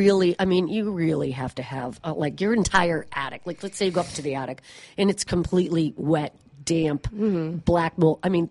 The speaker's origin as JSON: {"language": "English", "town": "Brockton", "region": "Massachusetts", "country": "United States", "tie": "born or raised there", "accent": "New England", "moved": "as an adult", "lives_now": "South Shore, Massachusetts, United States", "said": "I'm a Brockton girl. I grew up in Brockton."}